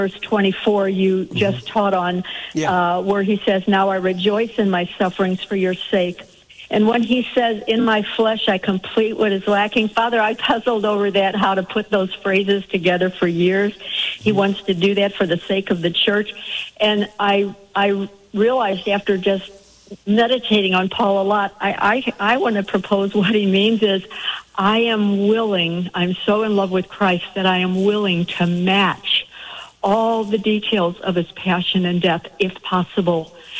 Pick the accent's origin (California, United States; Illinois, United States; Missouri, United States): Missouri, United States; St. Louis; now in Kansas City, United States; Hi, Father, from St. Louis, but now in Kansas City.